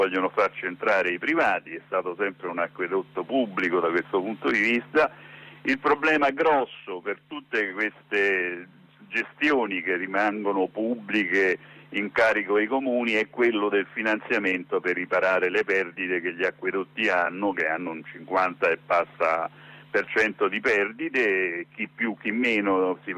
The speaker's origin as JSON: {"language": "Italian", "town": "Rome", "region": "Lazio", "country": "Italy", "said": "non essere possessivi in quanto romani"}